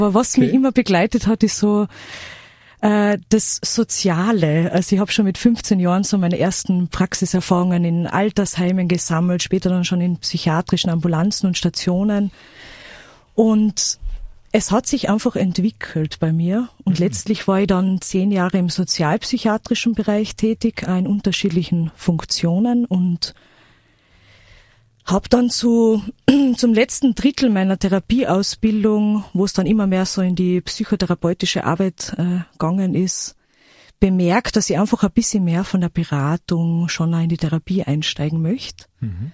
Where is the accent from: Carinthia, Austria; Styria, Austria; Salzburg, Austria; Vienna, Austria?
Carinthia, Austria; Villach; Ich bin in Villach Stadt geboren und habe dann letztlich in Villach Land, also in Kärnten, dann meine Kindheit und Schulzeit verbracht.